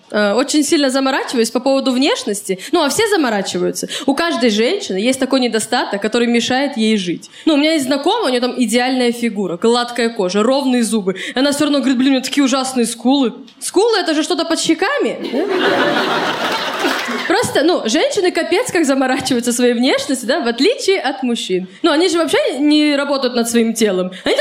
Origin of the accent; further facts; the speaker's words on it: Khabarovsk, Khabarovsk Krai, Russia; now in Moscow, Russia; Так, смотрите, я из Хабаровска, вот, уже год живу в Москве